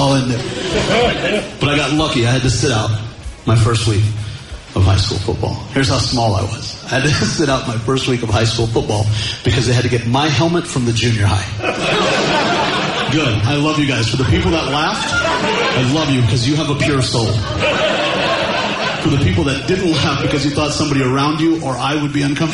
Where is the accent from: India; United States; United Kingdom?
India; I don't even know what a two-a-day is, and I'm Indian. We're good at math.